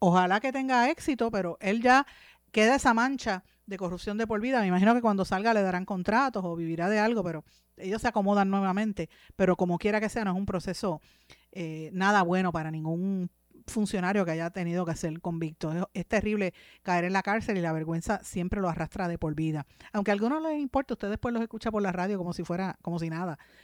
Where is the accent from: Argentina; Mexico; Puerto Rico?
Puerto Rico; Guaynabo; porque soy guaynabeña, este es mi pueblo